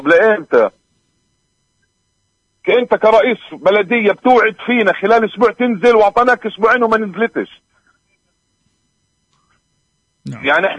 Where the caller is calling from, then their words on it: West Bank, Palestine; ولا إحنا مش فلسطينية،